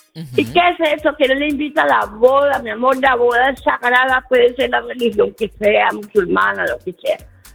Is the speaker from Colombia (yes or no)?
yes; Colombia; moved away; En mi país, en mi natal Colombia